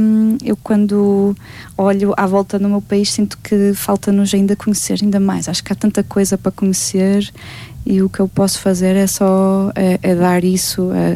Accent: Vila Real, Norte, Portugal; accent: northern Portuguese; porque em Vila Real, e depois também não vamos esquecer que toda a gente até hoje tentou ao máximo bloquear o facto de falarmos mais a nortenho e mais ao interior.

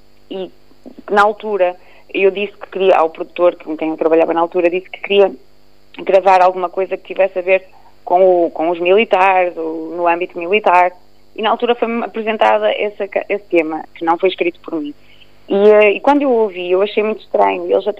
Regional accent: Minho, Portugal; eu estou a homenagear também as minhas raízes, como minhota que sou.

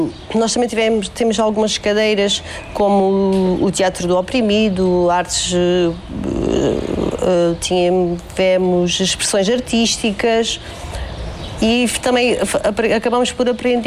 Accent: São Brás de Alportel, Algarve, Portugal; now in Fuseta, Portugal; tenho 42 anos, sou natural de São Brás do Portel, mas atualmente vivo na Fuseta.

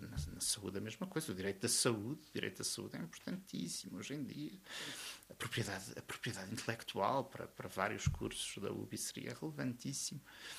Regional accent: Castelo Branco, Portugal; Foi um orgulho ter servido a minha aldeia, das minhas origens mesmo

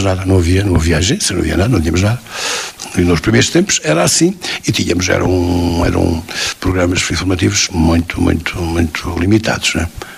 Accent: Proença Nova, Centro, Portugal; born there; Olha, eu nasci na Beira Baixa, sou de Beirão, da Beira Baixa, na Beira Baixa do Pinhal, como sabe, há beira interior, há beira raia, há muitas beiras. Eu nasci na beira do Pinhal, numa terra que se chama, que não vem no mapa, eu nasci numa aldeia muito pequenina, muito pobre, muito austera

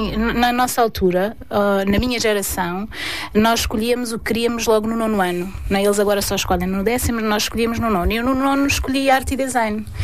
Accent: Lisbon, Portugal; born there; Eu nasci em Benfica, na casa da minha avó, e vivi lá até aos 9 anos.

